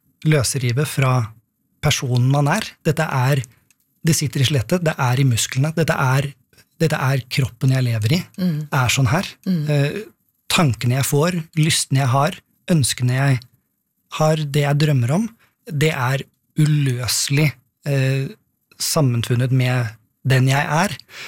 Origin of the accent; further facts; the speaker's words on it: Oppegård, Akershus, Norway; min opplevelse av å være ung homo i skapet på Oppegård, der jeg vokste opp